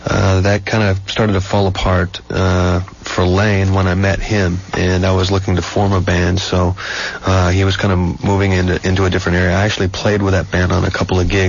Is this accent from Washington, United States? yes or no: yes; Tacoma, Washington, United States; I grew up in Tacoma, actually Spanaway, a town, a suburb of Tacoma.